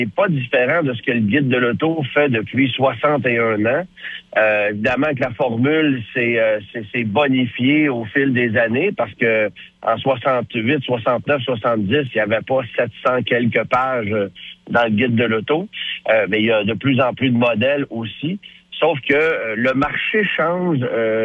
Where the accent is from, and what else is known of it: Canada